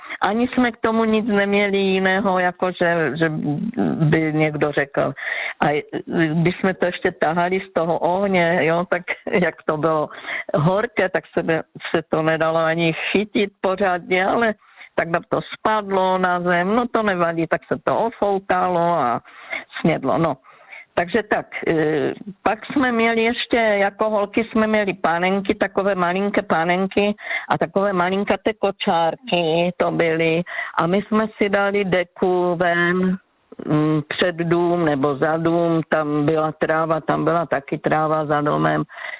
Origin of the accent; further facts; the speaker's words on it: Ostrava, Moravian-Silesian Region, Czechia; dětství jsem trávila kousek v Ostravě, Zábřeh je tady jako Ostrava Zábřeh a dětství v Ostravě jedna.